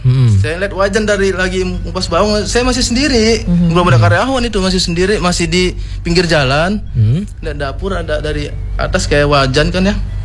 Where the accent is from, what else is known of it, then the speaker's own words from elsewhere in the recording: West Java, Indonesia; karena saya orang Sunda